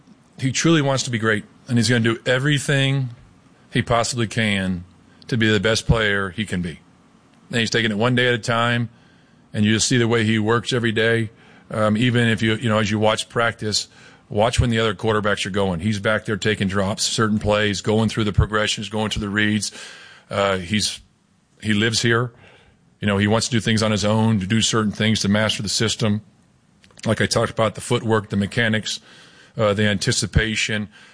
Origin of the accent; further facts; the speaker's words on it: Novato, California, United States; I grew up in the Bay Area. I grew up in Novato.